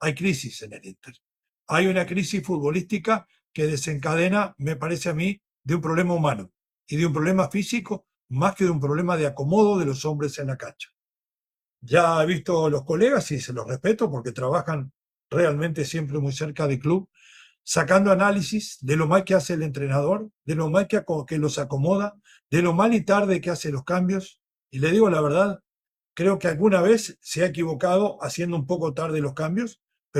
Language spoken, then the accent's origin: Spanish; Miami, Florida, United States; no porque trabajemos en las transmisiones todos los fines de semana, sino porque somos de Miami y somos afín con lo que es el sentimiento deportivo de la ciudad.